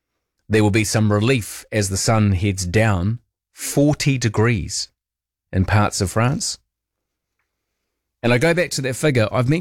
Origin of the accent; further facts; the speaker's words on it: Christchurch, Canterbury, New Zealand; Christchurch, what's going on there? My hometown, hot as it's ever been in June.